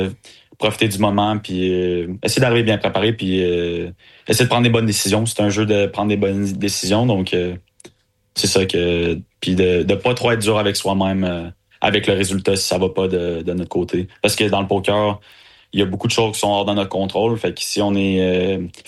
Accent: Quebec City, Quebec, Canada; moi, je viens de Québec. Fait que je suis à Québec.

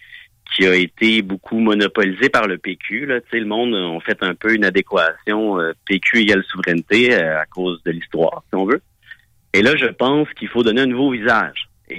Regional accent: Quebec City, Quebec, Canada; born there; Moi, bon, je suis né ici à Vanier, là, mais je suis un fils d'immigrant aussi.

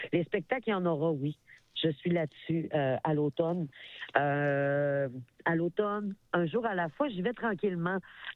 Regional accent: Saguenay, Quebec, Canada; now in Montreal, Canada; Je suis à Montréal depuis 26 ans, donc j'ai plus de vie à Montréal que j'en ai au Saguenay.

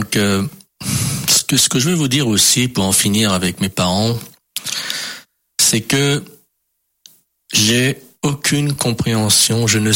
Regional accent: France; born there; je suis né en France

